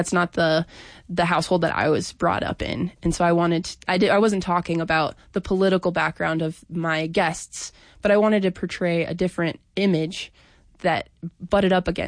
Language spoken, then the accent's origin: English; Montana, United States; So I think this project has enabled me to do a lot of research that's just helped me understand my hometown and the rural Montana a lot better.